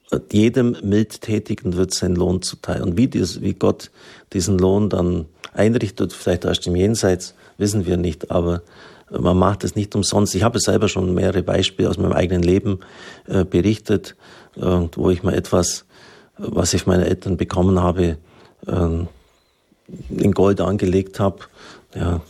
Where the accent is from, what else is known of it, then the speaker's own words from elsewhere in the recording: Swabia, Germany; Ich bin ein Schwabe.